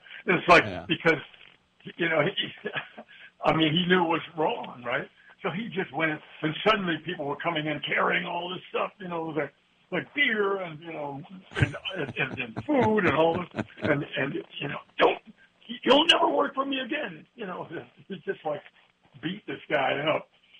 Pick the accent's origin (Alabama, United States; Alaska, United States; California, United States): California, United States; growing up in California, you know